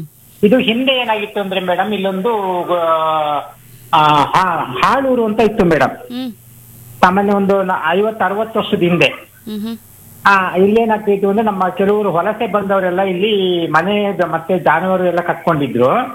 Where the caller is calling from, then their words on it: Shankaraghatta, Karnataka, India; ನಾವು ಶಿವಮೊಗ್ಗ ಜಿಲ್ಲೆ ಶಂಕರಘಟ್ಟ ಕುವೆಂಪು ವಿಶ್ವವಿದ್ಯಾನಿಲಯ